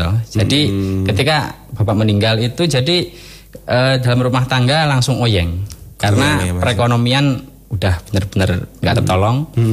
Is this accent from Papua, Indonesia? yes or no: no; Jakarta, Indonesia; born there; now in Blitar, Indonesia